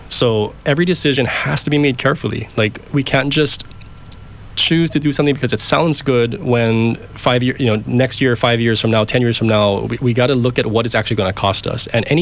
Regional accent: Kauai, Hawaii, United States; born and raised on Kauai, fourth generation. I really am rooted here.

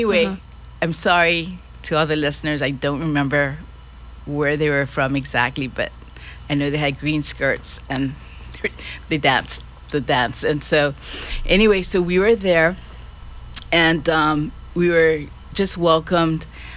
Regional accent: Hawaii, United States; as a Hawaiian Kanaka

